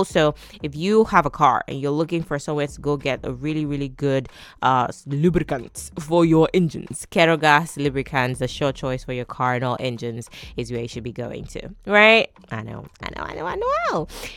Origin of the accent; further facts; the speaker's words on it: Nigeria; accent: Nigerian; I'm true Nigerian. The accent slips out.